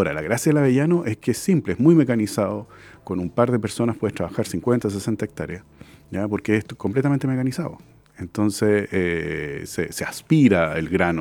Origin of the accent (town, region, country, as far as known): Chile